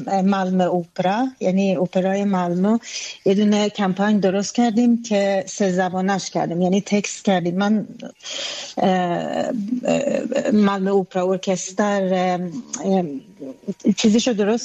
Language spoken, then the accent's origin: Persian; Iran; now in Sweden; هم برای خودم چون ایرانی هستم